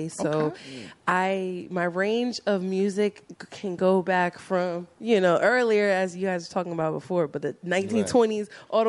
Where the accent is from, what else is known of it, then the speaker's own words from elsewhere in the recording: New York, United States; I think it's a dope place if you really want to escape from all the noise.